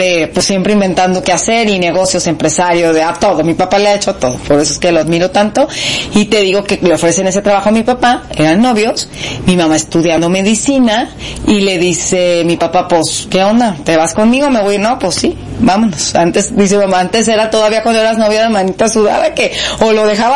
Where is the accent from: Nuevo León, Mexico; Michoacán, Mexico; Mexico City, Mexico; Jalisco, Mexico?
Jalisco, Mexico; Guadalajara; also born or lived in Colima; yo soy de Guadalajara, orgullosamente la guadalajareña